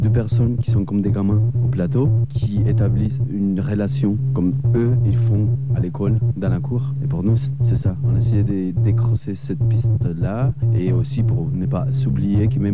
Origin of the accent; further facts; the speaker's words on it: Colombia; French is a second language; moved away as an adult; now in France; même si on a fait l'école en France et même si ça fait 6 ans qu'on est là, on est de la Colombie